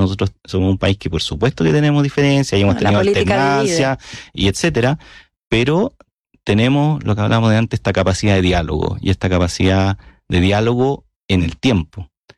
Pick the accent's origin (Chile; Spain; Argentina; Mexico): Chile; los chilenos somos chilenos nomás